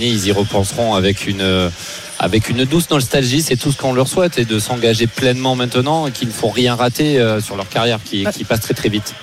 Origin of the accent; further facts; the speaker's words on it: France; chez nous en France, à Paris.